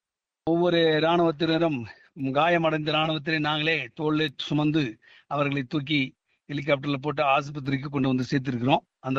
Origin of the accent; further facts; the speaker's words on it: Tamil Nadu, India; moved away as an adult; நான் உதகை கடநாடு கிராமத்திலே பிறந்து வளர்ந்தவர். எனக்கு 19 வயது ஆகும் போது நான் இந்திய இராணுவத்திலே சேர்ந்தேன்.